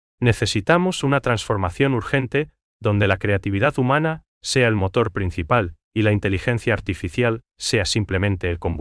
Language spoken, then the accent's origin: Spanish; Paraguay; nosotros, como paraguayos